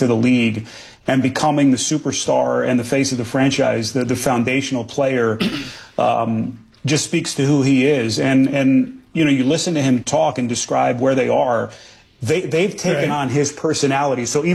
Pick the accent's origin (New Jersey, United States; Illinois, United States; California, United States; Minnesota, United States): New Jersey, United States; to kind of relive what those emotions were like as a teenager growing up in North Jersey during that incredible era of Knicks basketball